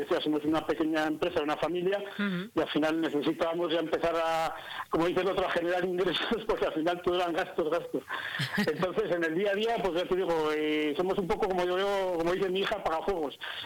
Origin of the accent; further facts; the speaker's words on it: Pradoluengo, Castile and León, Spain; Somos de aquí, del pueblo natal, somos de Natales de Pradoluengo